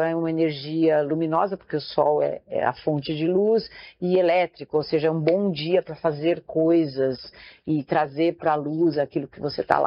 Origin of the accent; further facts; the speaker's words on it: Brazil; Não, porque eu, como brasileira, né? Eu tenho muita fé.